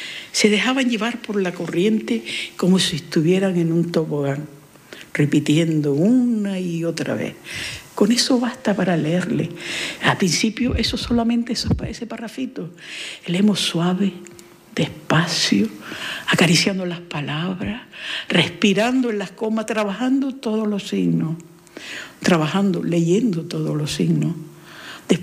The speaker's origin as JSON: {"language": "Spanish", "region": "Canary Islands", "country": "Spain", "said": "Pues yo digo lo mismo. Ay, que soy majorero."}